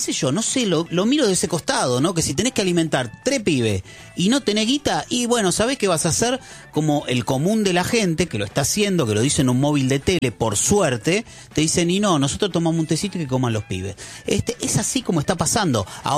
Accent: Argentina

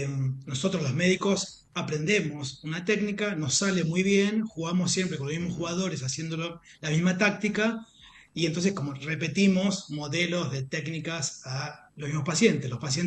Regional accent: Buenos Aires, Argentina; paso bastante poco tiempo en mi casa, en Buenos Aires. Yo soy de Buenos Aires, tengo mi clínica ahí en Belgrano.

